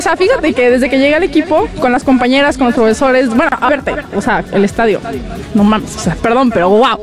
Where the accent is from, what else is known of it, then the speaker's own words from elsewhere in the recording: Mexico; moved away as an adult; now in Costa Rica; yo crecí en México y yo jugaba en Rayadas.